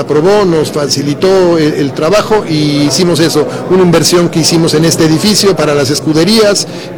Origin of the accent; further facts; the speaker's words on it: Mexico; Yo creo que hay una conversación que deberíamos de tener nosotros como mexicanos para seguir trayendo otras categorías.